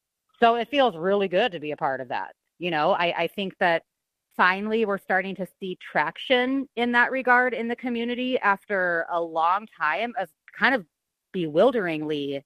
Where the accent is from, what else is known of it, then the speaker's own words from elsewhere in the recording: California, United States; That's something that I grew up drinking in Southern California.